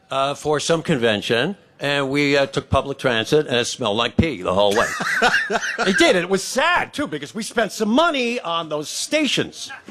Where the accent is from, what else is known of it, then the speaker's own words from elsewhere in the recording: Boston, Massachusetts, United States; I grew up in Boston.